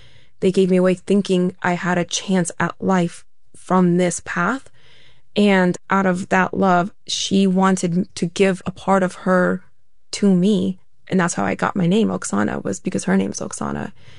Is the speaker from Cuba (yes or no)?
no; Ukraine; moved away; my home country, where I was from, where I have dreams of still meeting my birth family and seeing with adult eyes where I come from, where I grew up, and I didn't want to go.